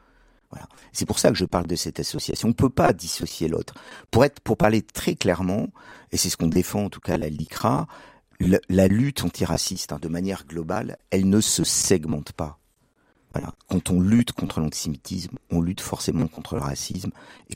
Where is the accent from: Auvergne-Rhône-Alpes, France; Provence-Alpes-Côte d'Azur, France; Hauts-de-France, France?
Auvergne-Rhône-Alpes, France; moved away; je suis ardéchois. Donc je viens de Privas, je viens d'un petit village à côté de Privas.